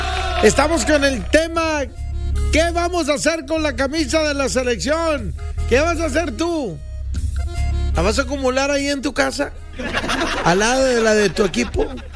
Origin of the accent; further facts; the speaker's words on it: Monterrey, Nuevo León, Mexico; somos regios. Somos mexicanos, pero somos regios.